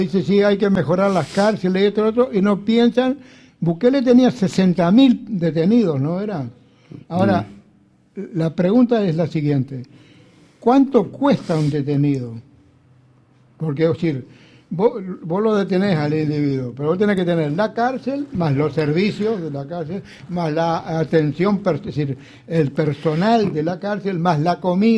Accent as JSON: {"language": "Spanish", "country": "Uruguay"}